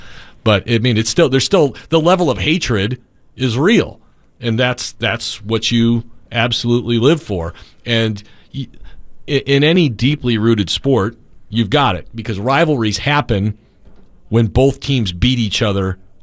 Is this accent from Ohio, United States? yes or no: no; Chicago, Illinois, United States; Being a Chicagoan